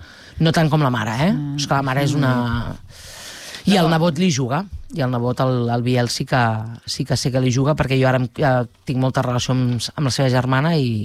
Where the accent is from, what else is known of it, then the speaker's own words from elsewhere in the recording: Manresa, Catalonia, Spain; com a bona manresana, que tenim Montserrat al costat.